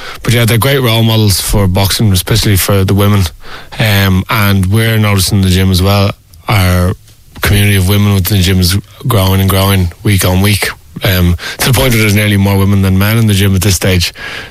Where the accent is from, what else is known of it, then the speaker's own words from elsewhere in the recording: Ireland; Well, I'm from Round Mines and I live in Cumberland at the moment.